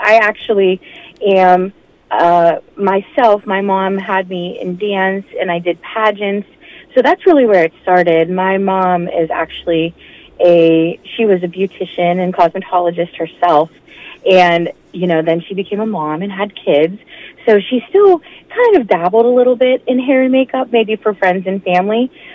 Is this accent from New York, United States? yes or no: no; Pennsylvania, United States; Yes, I grew up south of Pittsburgh.